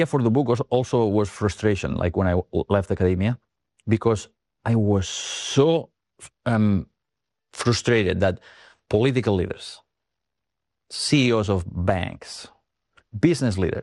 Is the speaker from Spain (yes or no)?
yes; Catalonia, Spain; I grew up in Catalonia, on the Costa Brava, the Mediterranean coast of Spain.